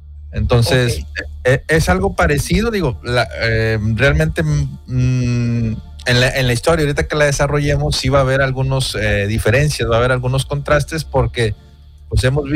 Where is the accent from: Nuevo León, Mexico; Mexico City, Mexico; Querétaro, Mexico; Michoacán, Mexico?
Nuevo León, Mexico; Monterrey; Entonces, esto sucedió aquí en México, en el sur de Chiapas. Yo soy de Monterrey, mi amigo es de aquí de Monterrey, a él le tocó ir a Chiapas